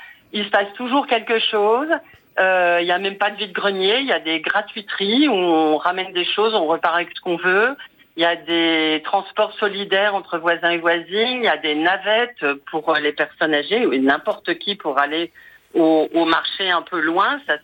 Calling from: Paris, Île-de-France, France; je suis une Parisienne

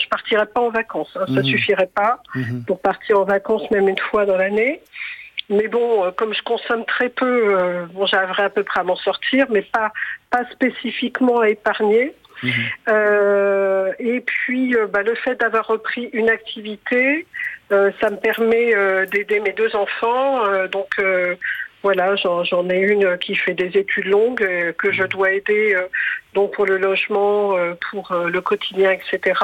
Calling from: Île-de-France, France; Je vous appelle de l'Essonne.

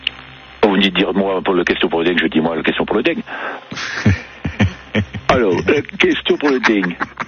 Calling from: Saulxures, Grand Est, France; Au-dessus de Saulsure, fin fond de la vallée d'Abruche.

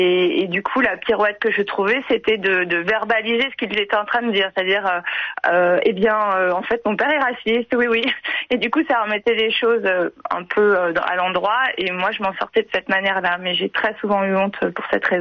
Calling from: Pays de la Loire, France; Bonjour, j'appelle de la Sarthe.

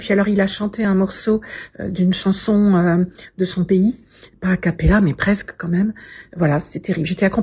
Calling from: Guyancourt, Île-de-France, France; j'habite à Guyancourt dans les Yvelines.

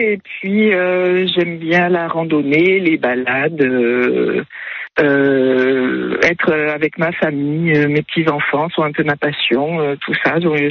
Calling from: Grasse, Provence-Alpes-Côte d'Azur, France; Je suis au plan de Grasse.

